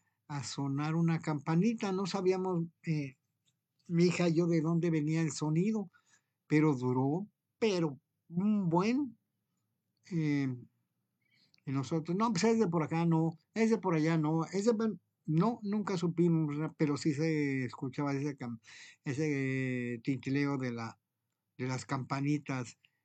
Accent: Mexico; soy mexicano, I am Mexican, y pues no domino el inglés.

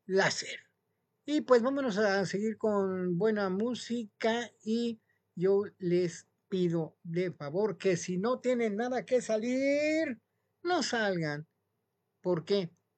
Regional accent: Mexico; porque soy orgullosamente mexicano.

